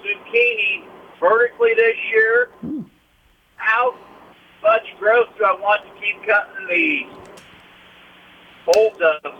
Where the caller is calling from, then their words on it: Marysville, Kansas, United States; from Marysville.